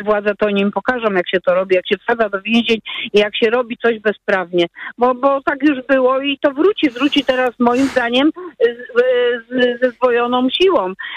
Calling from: Poznań, Greater Poland Voivodeship, Poland; A, to u mnie w Poznaniu.

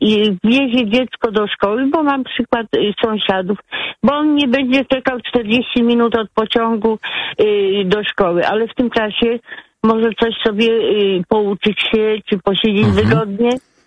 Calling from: Masovian Voivodeship, Poland; No ja jestem spod Radomia, niedaleko Radomia.

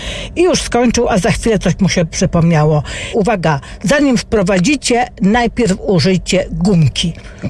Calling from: Poznań, Greater Poland Voivodeship, Poland; tu dzwoni … z Poznania.

